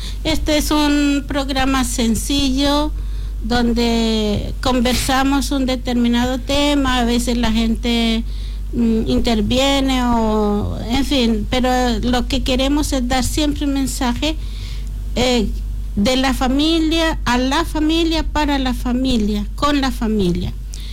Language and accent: Spanish; Colombia; Nosotros los dos somos colombianos y nosotros comenzamos a celebrar Navidad desde noviembre.